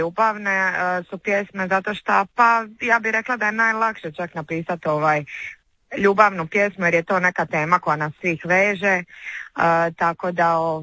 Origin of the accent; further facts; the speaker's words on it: Split, Split-Dalmatia County, Croatia; Pa, ja sam iz Splita